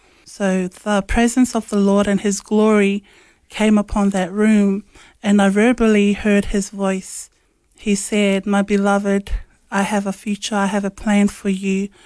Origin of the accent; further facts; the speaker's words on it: Tokoroa, Waikato, New Zealand; born or raised there; also born or lived in Samoa